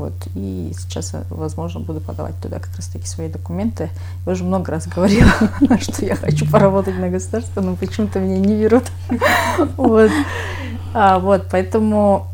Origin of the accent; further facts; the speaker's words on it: Kyrgyzstan; я первая кыргызка, которая этот университет закончила вообще.